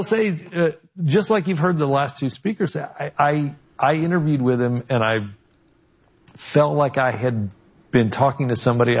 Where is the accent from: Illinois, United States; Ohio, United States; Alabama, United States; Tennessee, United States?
Alabama, United States; moved away; I'm from Alabama